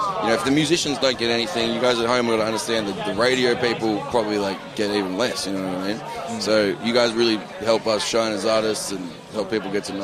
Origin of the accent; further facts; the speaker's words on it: Melbourne, Victoria, Australia; I thought I was arty, being from Melbourne.